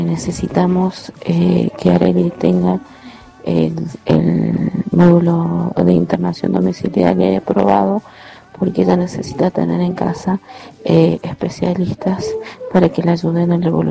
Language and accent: Spanish; La Toma, San Luis, Argentina; moved away as an adult; now in San Luis, Argentina; el domicilio que tuvimos que alquilar aquí en San Luis Capital, porque somos oriundos de La Toma, donde el sistema de salud no es muy precario.